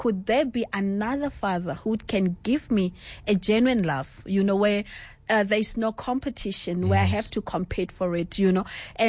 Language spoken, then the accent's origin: English; Kimberley, Northern Cape, South Africa; born or raised there; also born or lived in Pampierstad